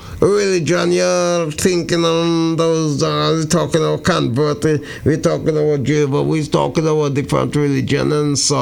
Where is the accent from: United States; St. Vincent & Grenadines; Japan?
St. Vincent & Grenadines; moved away; back home in St. Vincent and the Grenadines, my hometown